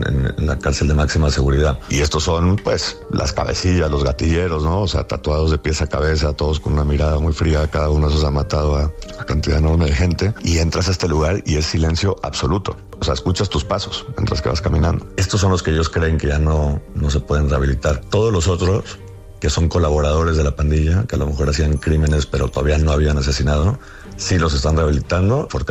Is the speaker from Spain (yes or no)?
no; Colombia; now in Mexico; como Colombia, de donde soy, o de México, donde vivo